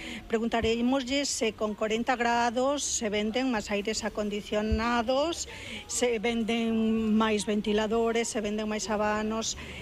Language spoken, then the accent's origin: Spanish; Ourense, Galicia, Spain; Somos de Ourense.